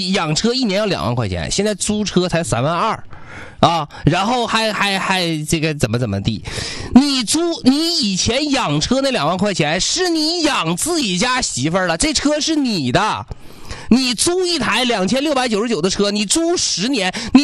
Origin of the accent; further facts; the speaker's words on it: Jilin, China; 但是作为吉林人，大家一定要去一汽博物馆看一看，看看我们家乡门口的这么个企业。